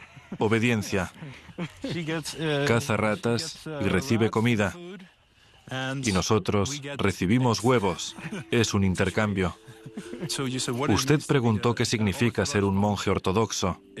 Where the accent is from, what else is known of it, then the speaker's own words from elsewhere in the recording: Canada; Soy canadiense. Tengo sangre rusa, soy ruso, pero al mismo tiempo soy ucraniano. Mis antepasados vivieron por todo el este de Europa, pero nací en Canadá.